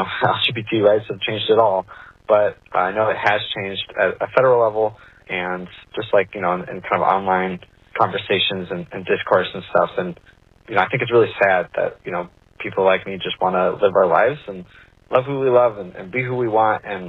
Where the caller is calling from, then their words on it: Chicago, Illinois, United States; I'm calling from Chicago.